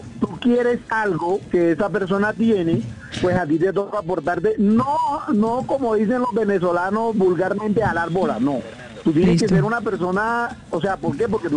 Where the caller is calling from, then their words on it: Caribbean coast, Colombia; Es la sabrosura de un costeño, mamá. Aquí donde sea los costeños somos así.